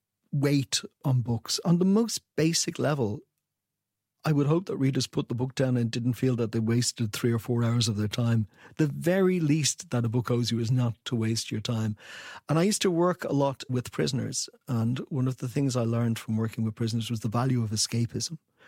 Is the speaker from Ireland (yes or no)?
yes; Ireland; When I was growing up, Ireland was a miserable place. Grew up in the 70s and 80s, and Ireland were dreadful.